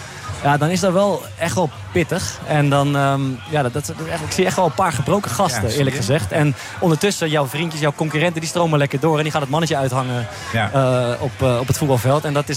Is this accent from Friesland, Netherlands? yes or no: no; Amersfoort, Utrecht, Netherlands; ik kwam als een jongen uit Amersfoort.